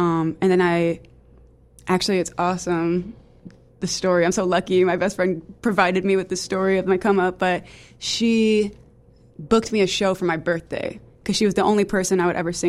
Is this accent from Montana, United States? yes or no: no; Shreveport, Louisiana, United States; moved away as an adult; now in New Orleans, United States; I'm from Louisiana. I've been living in New Orleans for about 6 years now. I moved here for college.